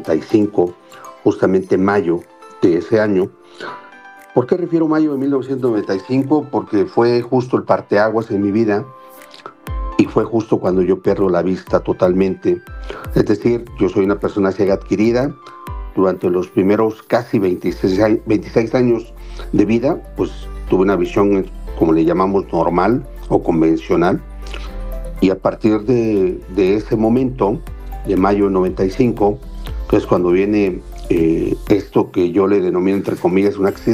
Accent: Oaxaca, Mexico; soy orgullosamente oaxaqueño, vivo y radico en la capital del estado, en Oaxaca de Juárez

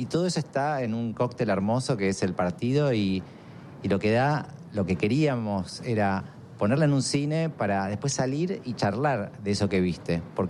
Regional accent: Argentina

